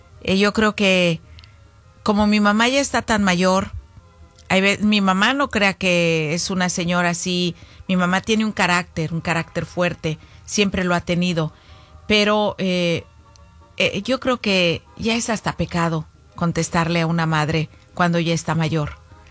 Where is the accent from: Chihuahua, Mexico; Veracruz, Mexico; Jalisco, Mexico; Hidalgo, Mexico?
Jalisco, Mexico; Zacualco de Torres; moved away; cuando yo estaba allá en mi pueblo en Zacualco de Torres, Jalisco.